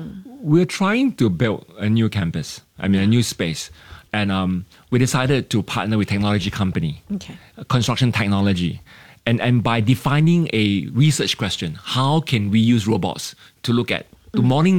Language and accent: English; Singapore; We don't go in with the concept that I'm a Singaporean, I know everything, I'm here to educate you.